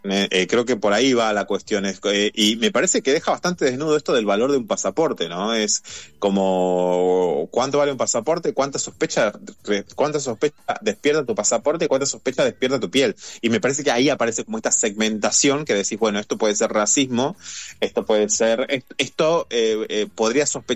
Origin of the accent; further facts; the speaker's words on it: Argentina; para nosotros, como argentinos